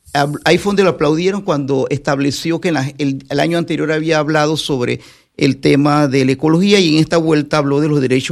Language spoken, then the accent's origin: Spanish; Panama